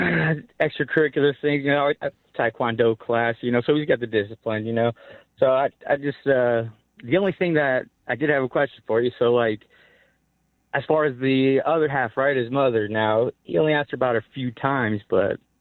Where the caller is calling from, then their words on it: Las Vegas, Nevada, United States; also born or lived in Anaheim; I'm calling from Las Vegas, Nevada. Heard you talking about parenting. So, single father, one child, moved out here from Las Vegas, or from Anaheim to Las Vegas.